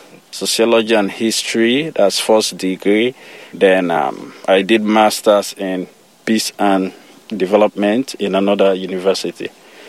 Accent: Sierra Leone; Well, I was born in Sierra Leone. I have a lot of sisters and brothers who are incredible and they are wonderful. Most of them are in Sierra Leone.

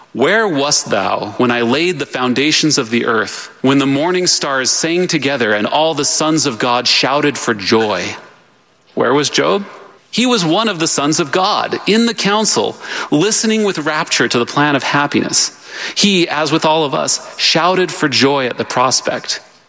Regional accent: St. John's, Arizona, United States; and my hometown of St. John's, Arizona.

